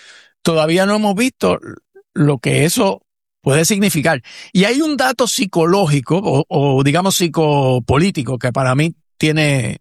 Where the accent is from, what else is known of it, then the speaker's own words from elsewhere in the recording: Puerto Rico; accent: Puerto Rican; cantando a … lo hacen con acento más puertorriqueño que el mío.